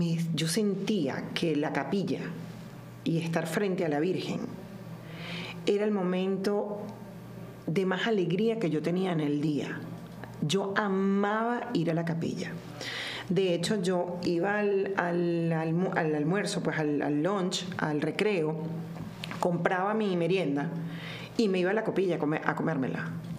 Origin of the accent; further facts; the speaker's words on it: Caracas, Capital District, Venezuela; born there; Soy venezolana, nací en Caracas. Soy la mayor de tres hermanas.